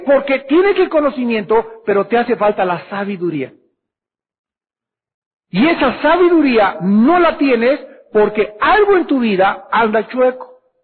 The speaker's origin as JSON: {"language": "Spanish", "region": "Sinaloa", "country": "Mexico", "also_born_or_lived": "Sonora", "said": "Yo soy de Sinaloa y de Sonora, y por eso soy así, secote."}